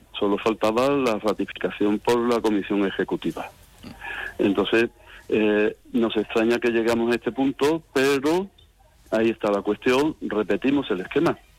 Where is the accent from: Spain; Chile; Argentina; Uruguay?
Spain; Seville, Andalusia; Nosotros somos de aquí, de Sevilla.